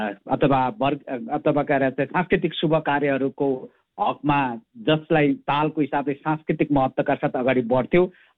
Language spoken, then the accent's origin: Nepali; Koshi Province, Nepal; तेह्रथुम परेकोले तेह्रथुमवासी दाजुभाइ तथा दिदीबहिनीहरू म यो पूर्व क्षेत्रबाट बोलिराखेकोले गर्दाखेरि